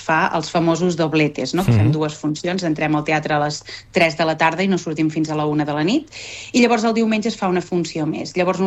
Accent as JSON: {"language": "Catalan", "town": "Olot", "region": "Catalonia", "country": "Spain", "said": "Com que jo sóc d'Olot, l'Edgar és de Valls, ja li queda una mica més lluny a Tarragona"}